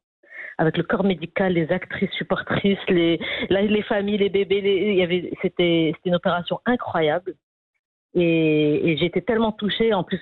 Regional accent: Rabat, Rabat-Salé-Kénitra, Morocco; now in Casablanca, Morocco; parce que moi, j'ai grandi à Rabat, donc je découvrais un peu la ville.

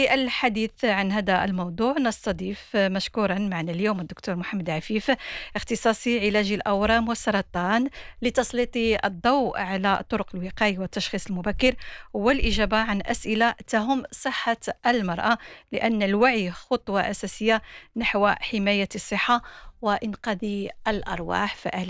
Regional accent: Morocco

